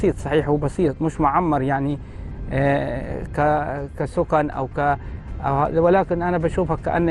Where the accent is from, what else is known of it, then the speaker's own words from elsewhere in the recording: West Bank, Palestine; moved away as an adult; إذا بتسألني عن المعنويات وعن النفسية كبدوي، ترك مسكنه وترك مدرسته وترك كهربته وترك مياهه